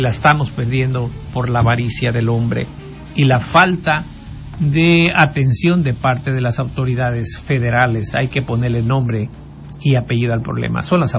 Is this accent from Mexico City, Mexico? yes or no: no; Vallecito de Zaragoza, Guerrero, Mexico; moved away; mi pueblo, a Vallecito de Zaragoza